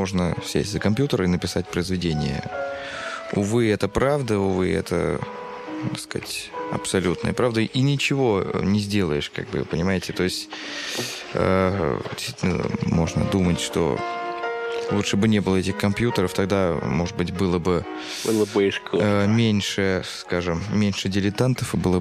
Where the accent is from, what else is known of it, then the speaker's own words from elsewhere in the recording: Russia; Я уезжал из России и не раз. Я работал за рубежом, за дальним рубежом. Я работал в Германии, в Мексике, в Японии